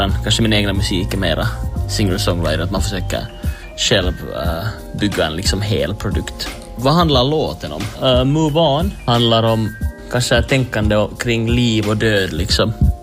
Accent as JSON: {"language": "Swedish", "town": "Helsinki", "region": "Uusimaa", "country": "Finland", "said": "och jag kommer från Helsingfors."}